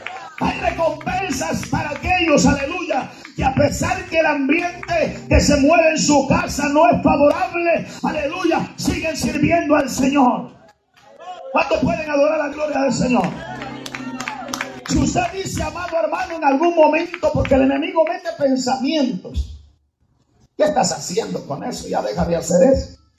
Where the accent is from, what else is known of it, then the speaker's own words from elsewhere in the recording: Guatemala; ya, hermano, no sé ni de dónde soy. Yo estoy revuelto con hondureños, cubanos. Yo sigo diciendo que soy de Guatemala, pues ya no se me oye igual, hermano.